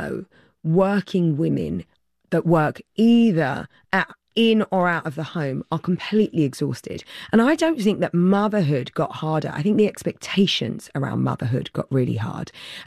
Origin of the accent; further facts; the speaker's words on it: London, United Kingdom; now in Los Angeles, United States; I don't live in England anymore. And I think that was a major trade-off for me because I'm such a Londoner.